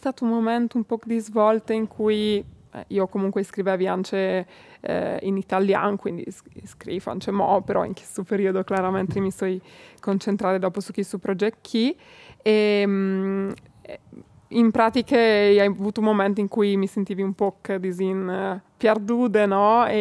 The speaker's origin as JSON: {"language": "Italian", "town": "Codroipo", "region": "Friuli-Venezia Giulia", "country": "Italy", "said": "io sono di Codroip, però sono di Lonche proprio."}